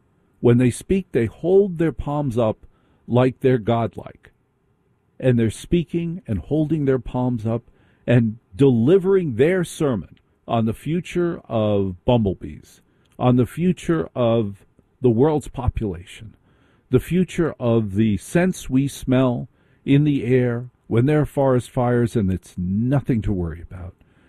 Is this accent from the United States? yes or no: yes; New Jersey, United States; I grew up in Jersey. How do we communicate in Jersey? Hey, yo, hey, get out. That's how we communicate in Jersey.